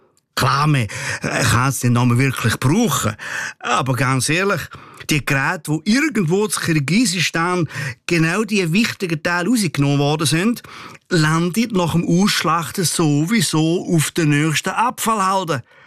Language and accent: German; Switzerland; da sind wir Schweizer nämlich weltweit führend